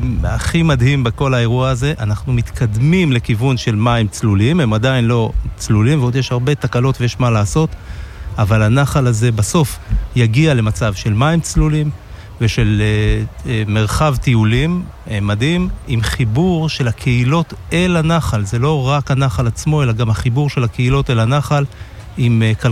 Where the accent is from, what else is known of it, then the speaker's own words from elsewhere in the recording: Kibbutz Yiftah, Northern District, Israel; now in Kfar Vradim, Israel; הילדות שלי בקיבוץ יפתח